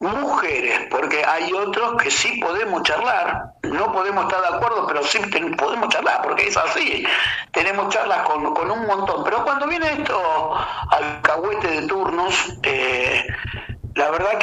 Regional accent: Rosario, Santa Fe, Argentina; Somos rosarinos

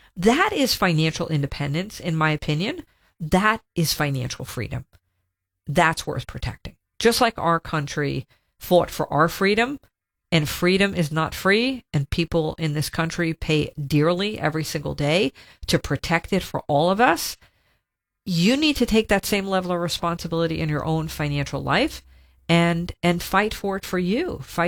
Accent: Long Island, New York, United States; growing up on Long Island, Boy, it gets pretty cold there in the homes in the winter.

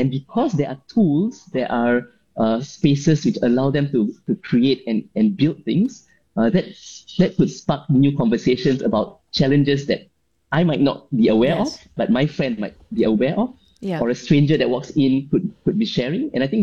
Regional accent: Singapore; I think that kind of made me realize that as a Singaporean engineer overseas, there's so much knowledge, right?

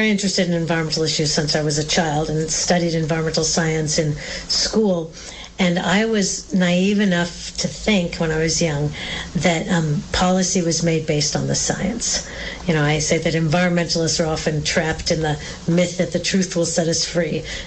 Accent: Pacific Northwest, United States; I grew up in the Pacific Northwest in a family, and I went to a school that really valued being outdoors. So I spent a lot of time in the forest, in the Cascades, in the Olympic Rainforest.

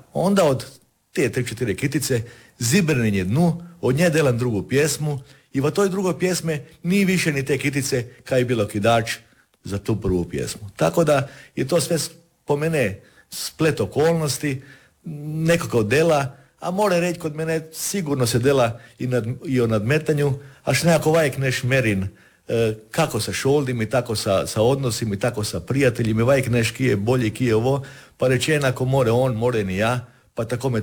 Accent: Kostrena, Primorje-Gorski Kotar County, Croatia; To je kostrene kada je sad Ina i moje rodno selo je tako reći zrušeno. 50 kuća je zrušeno kada je tamo se Ina širila.

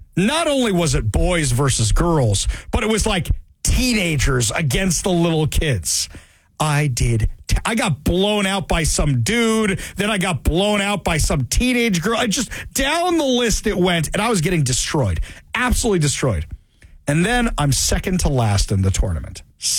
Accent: Westchester, New York, United States; I grew up in Westchester, New York.

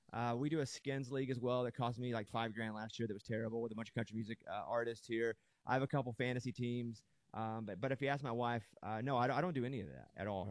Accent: Arkansas, United States; I'm from Arkansas.

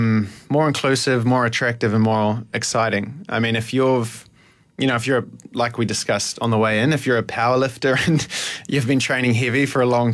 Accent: New Zealand; moved away as an adult; now in Malaysia; My life growing up in New Zealand was just all revolving around sport.

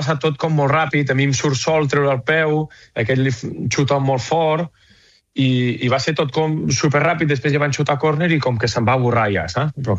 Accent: Vic, Catalonia, Spain; jo soc de Vic, què vols, fill meu?

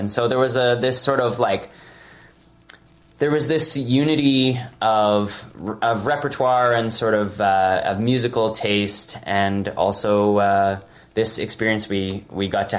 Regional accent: North Bay, Ontario, Canada; moved away; also born or lived in Toronto; North Bay, which, as I mentioned to you, is my hometown. My parents still live there.

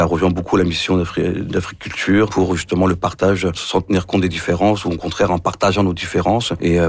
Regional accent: France; moved away; Moi, ça fait 26 ans que j'ai immigré, j'arrive de la France. La région nous a bien accueillis

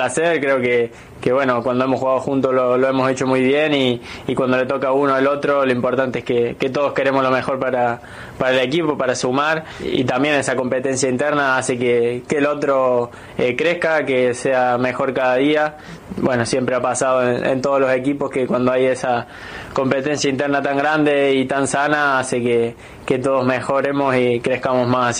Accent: Argentina; Bueno, como argentino siempre la ilusión está y siempre pensamos en ser campeones

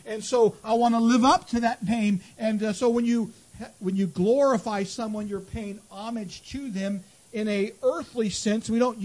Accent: Temecula, California, United States; back yonder when I grew up in Temecula, California, it was a small town.

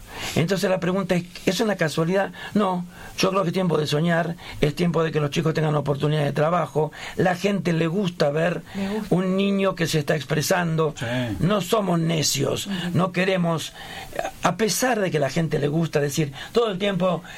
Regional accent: Córdoba, Argentina; Soy un cordobés nato

